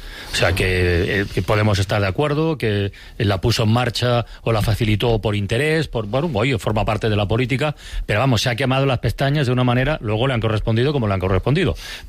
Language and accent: Spanish; Catalonia, Spain; yo soy catalán, lo sé y lo defiendo